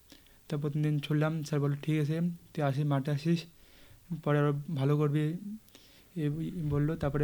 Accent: Cooch Behar, West Bengal, India; বাড়ি আমার গোপসাঙ্গা, কোচবিহার

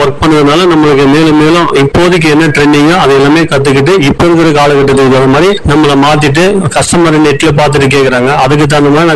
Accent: Palacode, Tamil Nadu, India; also born or lived in Hosur; இப்ப பாலக்கோடு எதா என்னுடைய சொந்த ஊரு பாலக்கோடு வந்து பண்ணிட்டு இருக்கிறேன்

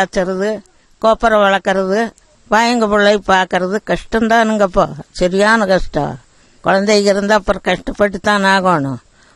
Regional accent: Vadaputhur, Tamil Nadu, India; கிணத்துக்கடவு கிட்ட வடபுதூர். நான் பிறந்து வளர்ந்தது அந்த ஊரு. என்னை கட்டி கொடுத்தது கருவல்வாடி புதூர் அந்த ஊர்கிட்ட. கோபிக்கும் கிழக்க போகணுங்க

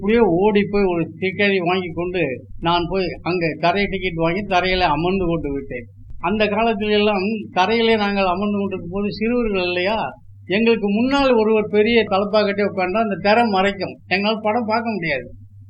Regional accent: Erode, Tamil Nadu, India; born or raised there

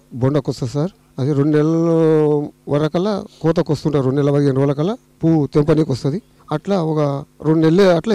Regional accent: Ranga Reddy district, Telangana, India; మాది కందవాడ గ్రామం, చివల మండలం, రంగారెడ్డి జిల్లా.

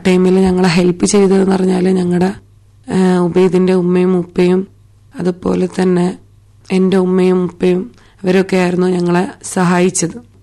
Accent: Androth, Lakshadweep, India; born there; also born or lived in Kerala / Kavaratti; ഞാൻ ലക്ഷദ്വീപുകാരിയാണ്. ഞാൻ ജനിച്ചത് ആന്ത്രോത്ത് ദ്വീപിലാണ്.

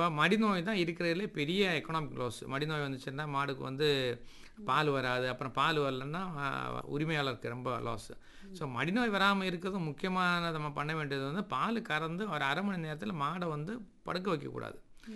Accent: Nagercoil, Tamil Nadu, India; now in Chennai, India; என்னுடைய சொந்த ஊர்னு நாகர்கோவில், ஆனால் நான் இப்போ இருக்கிற இடம் சென்னை.

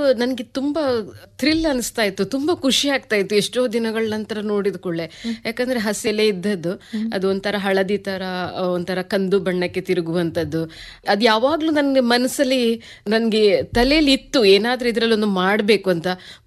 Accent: Saligrama, Karnataka, India; also born or lived in Sagar / Udupi / Mangaluru / Sharjah, UAE; ನಾನು ಆಕ್ಚುಲಿ ಹುಟ್ಟಿ ಬೆಳೆದಿದ್ದು ಅಲಿಗ್ರಾಮ ಕೋಟ, ಉಡುಪಿ ಜಿಲ್ಲೆ ಬರ್ತದೆ.

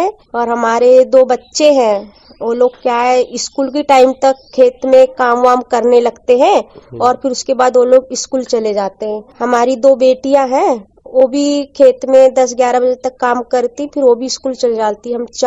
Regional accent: Balaghat district, Madhya Pradesh, India; मैं ग्राम साले की रहने वाली हूँ, विकासखंड लालबर्रा है, जिला बालाघाट।

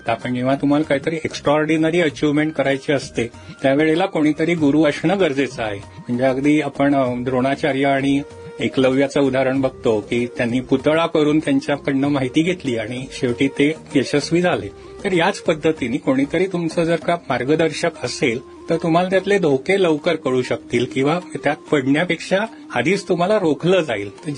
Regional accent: Maharashtra, India

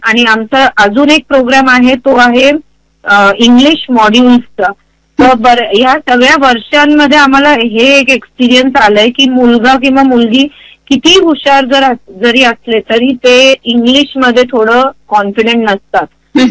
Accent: Ahmednagar, Maharashtra, India; moved away; Actually मी नगरची आहे, मूळची माहेर, माझं तारडा नगरचं आहे.

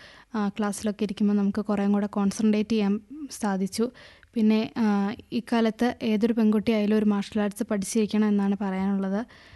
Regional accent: Pallikkunnu, Kerala, India; എന്റെ നാട് പള്ളിക്കുന്ന്, പള്ളിക്കുന്നിലാണ് ഞാൻ ക്ലാസ് നടത്തിക്കൊണ്ടിരിക്കുന്നത്.

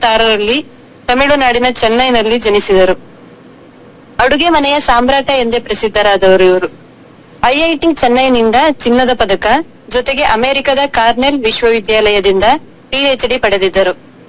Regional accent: Sagar, Karnataka, India; ಸಾಗರದವರು madam.

